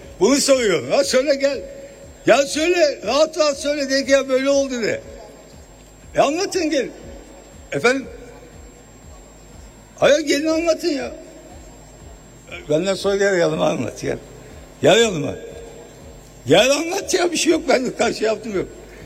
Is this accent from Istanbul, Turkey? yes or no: no; Diyarbakır Province, Turkey; born there; Ben Diyarbakır ve Erkan Ali kasasında doğdum.